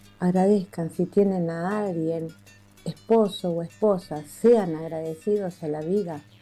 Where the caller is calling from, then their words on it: Santa Clara, Argentina; de Santa Clara.